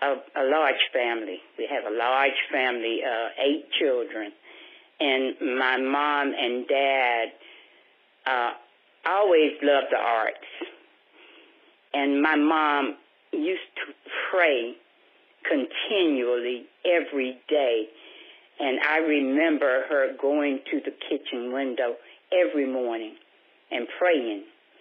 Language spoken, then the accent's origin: English; Winterville, North Carolina, United States; We grew up in the small town of Winterville, North Carolina. It's located near Greenville, North Carolina. It's a very small town.